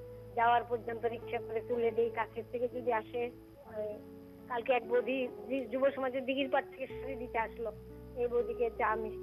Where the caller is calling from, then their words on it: Tripura, India; জয়নগর দশমঘাট থেকে।